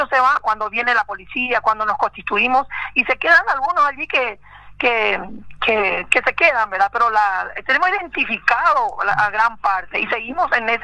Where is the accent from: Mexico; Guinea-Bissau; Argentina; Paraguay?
Paraguay; Hernandarias, Alto Paraná; somos nacidos y criados en Hernandarias